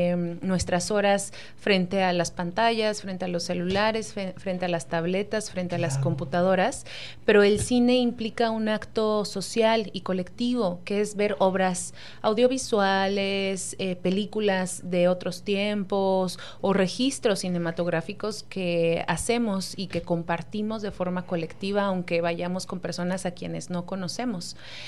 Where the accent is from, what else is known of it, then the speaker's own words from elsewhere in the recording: Morelia, Michoacán, Mexico; Yo vengo de Morelia